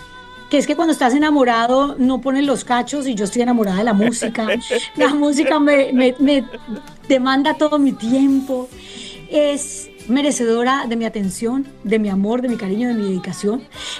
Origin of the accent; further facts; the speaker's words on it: Cali, Valle del Cauca, Colombia; lo marca uno como caleño, la salsa